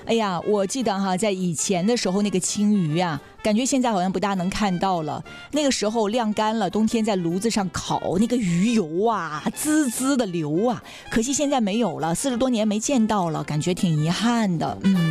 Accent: an island, Liaoning, China; now in Dalian, China; 如果你到海岛哈，到我老家

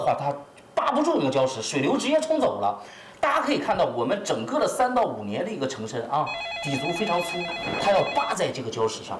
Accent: Dalian, Liaoning, China; 咱们大家都知道，咱们大连人都懂海参

